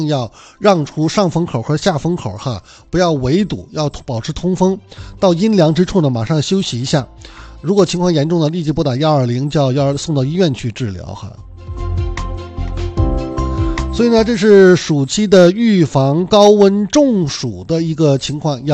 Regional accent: Hainan, China; 咱们海南人出门的三件套嘛

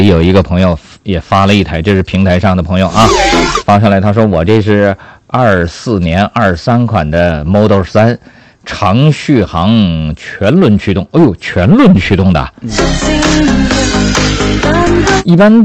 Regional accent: Hainan, China; 也说明咱们海南人这边智商高很多啊。

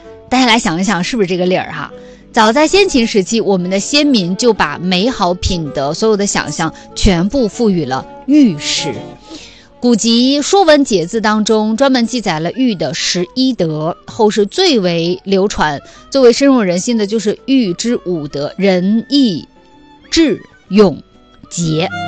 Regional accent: China; 我们中国人

